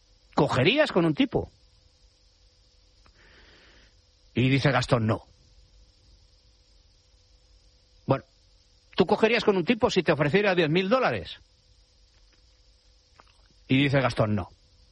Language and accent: Spanish; Madrid, Community of Madrid, Spain; born there; Y yo soy madridista porque nací en Madrid, que es la capital de España.